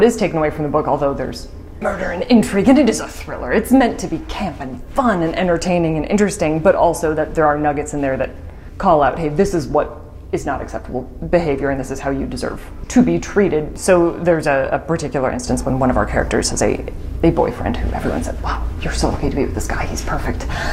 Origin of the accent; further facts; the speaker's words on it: Hudson, United States; I had a really wonderful, lovely experience growing up in Hudson, and I had a great family life and wonderful friends